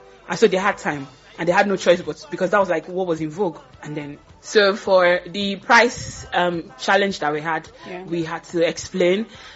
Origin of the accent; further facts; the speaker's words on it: Abeokuta, Ogun, Nigeria; I'm from Abeokuta.